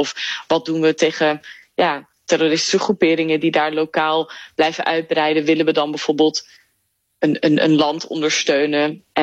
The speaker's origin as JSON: {"language": "Dutch", "country": "Netherlands", "tie": "born or raised there", "lives_now": "Belgium"}